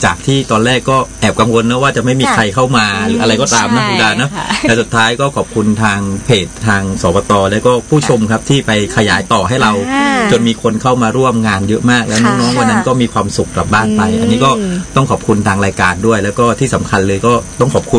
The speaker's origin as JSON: {"language": "Thai", "region": "Songkhla", "country": "Thailand", "said": "เพราะเรามาจากสงขลาเหมือนกัน"}